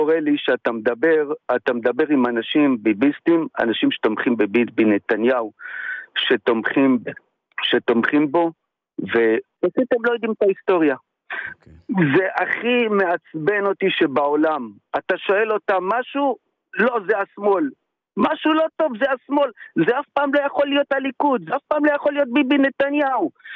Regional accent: Ashkelon, Southern District, Israel; מאוד מעריך אותך, מאוד אוהב אותך, אני מאשקלון.

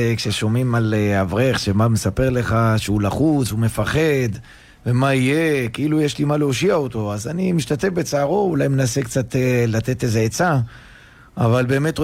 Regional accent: Netanya, Central District, Israel; קריית השרון.

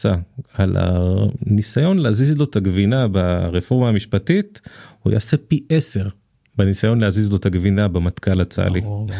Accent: Petah Tikva, Central District, Israel; אני גדלתי בפתח תקווה שכונת אין גנים.

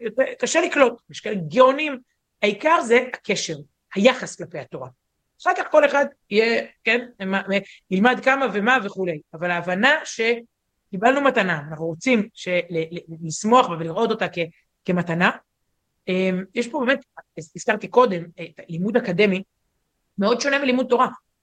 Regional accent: Herzliya, Tel Aviv District, Israel; נערה שהייתי מהרצליה

